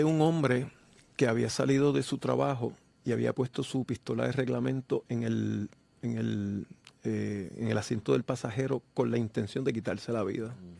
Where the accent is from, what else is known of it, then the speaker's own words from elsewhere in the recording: Puerto Rico; nacido y criado en Puerto Rico. Aquí es una isla de mucho sol.